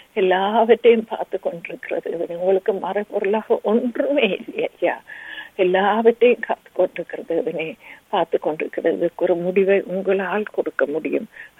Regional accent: Sri Lanka; நாங்கள் பிறந்து வளர்ந்த இலங்கை தேசத்துக்கு

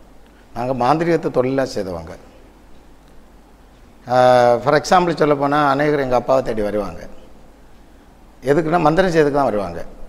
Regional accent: Kanyakumari district, Tamil Nadu, India; first language Tamil; இப்போ எங்கள் ஊரை பொறுத்தவரையும் கன்னியாகுமரி மாவட்டம் மார்த்தாண்டம் தாண்டி படந்தாலுமட்டுன்னு சொல்லக்கூடிய ஒரு ஏரியா. எல்லாமே சுற்றி ஒரு ரோட்டுக்கு அந்த பக்கம் கேரளா, ஒரு ரோட்டு பக்கம் தமிழ்நாடு. ஆனால் தமிழ்நாட்டில் நான் பிறந்திருக்கிறேன். தமிழ் தான் என்னோட தாய்மொழி.

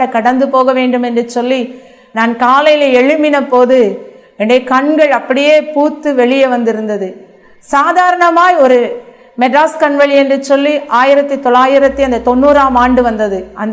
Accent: Pithanadarpatti, Tamil Nadu, India; moved away as an adult; now in Rajapalayam, India; நாங்கள் இருக்கிற ஊர் ராஜபாளையம். என்னுடைய சொந்த ஊர் பித்தநாடார்பட்டி. நான் இப்பொழுது வசிக்கிற ஒரு என் திருமணமாகி நான் இருக்கிற இடம் ராஜபாளையம்.

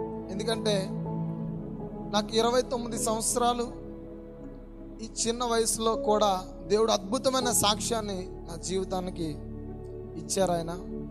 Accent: Bhogapuram, Andhra Pradesh, India; సౌర్విల్లో భోగాపురం మండలం, విజయనగరం జిల్లా మా సొంత గ్రామం. నేను అక్కడనే దేవుడి కృపచేత పరిచర్య చేస్తున్నాను.

